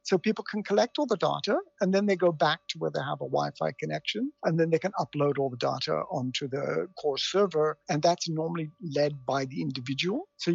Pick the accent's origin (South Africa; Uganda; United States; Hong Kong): South Africa; I'm South African